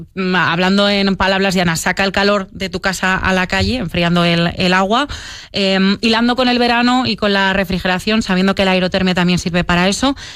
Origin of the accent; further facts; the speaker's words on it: Santo Domingo de Silos, Castile and León, Spain; en mi pueblo, situando a los oyentes en Santo Domingo de Silos, en invierno hace un frío que pela